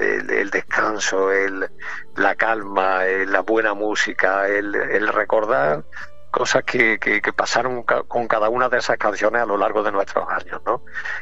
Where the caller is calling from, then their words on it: Bujalance, Andalusia, Spain; llamo desde Bujalance, Córdoba. Bueno, realmente vengo de camino desde Córdoba a casa, a Bujalance